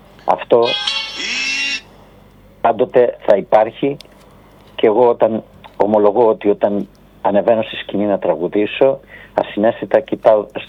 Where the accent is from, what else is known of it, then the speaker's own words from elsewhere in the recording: Thessaloniki, Central Macedonia, Greece; moved away; μεγάλη συναυλία και μάλιστα στην Θεσσαλονίκη, στη γενετήρα μου, στην πόλη μου.